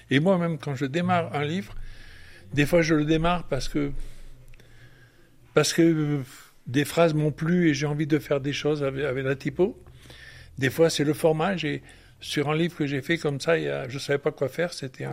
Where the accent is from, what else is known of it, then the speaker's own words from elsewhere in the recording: Roquedur, Occitanie, France; Oui, je suis né dans les Cévennes, à Roquedur. J'habite à Roquedur. Et j'étais un... J'étais pas un... D'abord, on était à l'école de Roquedur, où on était 4-5.